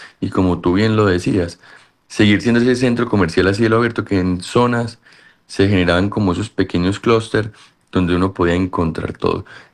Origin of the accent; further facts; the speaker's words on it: Pereira, Risaralda, Colombia; nosotros como pereiranos y como colombianos también